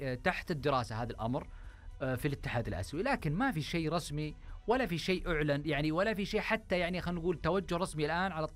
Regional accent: Saudi Arabia; اليوم احنا عندنا في السعوديه

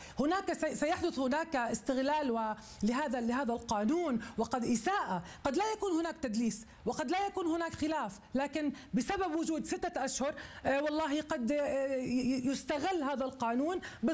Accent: Jordan; وأنا امرأة أردنية متزوجة ولدي

